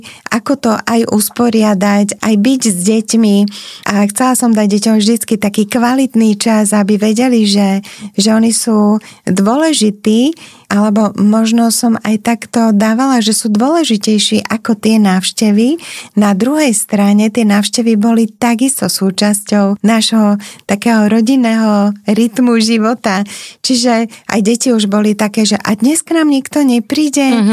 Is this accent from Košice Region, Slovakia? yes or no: no; Bratislava, Bratislava Region, Slovakia; born there; moved away as an adult; also born or lived in Liptov; ja keď som sa z Bratislavy teda presťahovala na Liptov a tam sme bývali 14 rokov s mojim manželom